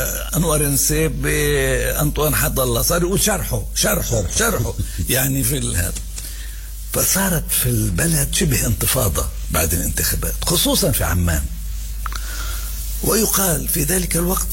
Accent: Jerusalem, Palestine; أنا من القدس

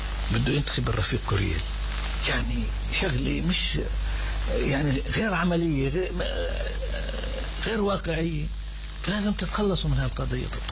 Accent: Jerusalem, Palestine; هي مش مدينتي اللي أنا أحلم بها اللي أنا كنت أفكر بها، ولا هي مدينتي اللي أنا يعني حابب أرجع أشوفها. هلا بقيت القدس قدس، بس صرت بدك تعيش مع عالم جديد كامل.

